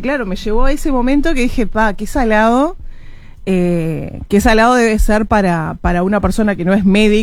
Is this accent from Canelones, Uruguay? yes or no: no; Paysandú, Uruguay; also born or lived in Montevideo; la gente que me conoce sabe que soy de acá, o sea, mis viejos vivían acá, me crié prácticamente acá, hice la escuela en Paysandú, pero después me volví. Pero este aquí que yo nací puntualmente en Montevideo